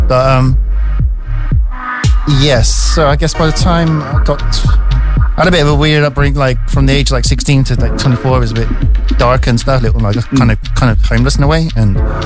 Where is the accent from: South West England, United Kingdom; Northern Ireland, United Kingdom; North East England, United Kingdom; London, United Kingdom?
South West England, United Kingdom; Bristol; I'm from Bristol